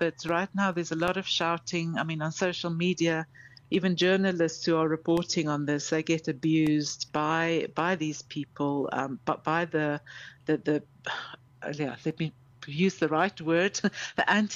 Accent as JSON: {"language": "English", "country": "South Africa", "moved": "yes", "lives_now": "Kenya", "said": "I'm also getting the same here in Kenya when I tell people I'm from South Africa"}